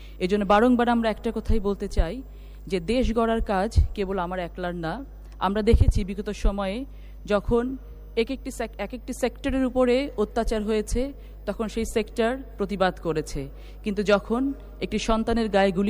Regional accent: Natore, Rajshahi Division, Bangladesh; নাটোরের মানুষ, আমি নাটোরের মেয়ে।

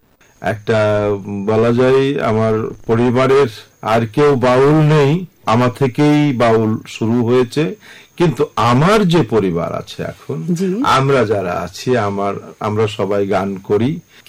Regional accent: Philipnagar, Khulna Division, Bangladesh; also born or lived in India; জন্মটা তো সেই 1952 সালে 13 ডিসেম্বর কুষ্টিয়া জেলার অন্তর্গত একেবারে প্রত্যন্ত অঞ্চল দৌলতপুর থানার ফিলিপনগর গ্রামে।

